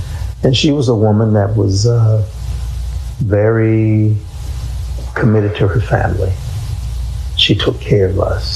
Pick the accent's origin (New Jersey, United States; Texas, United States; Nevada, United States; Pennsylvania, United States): Pennsylvania, United States; Philadelphia; When I was a young boy growing up in North Philly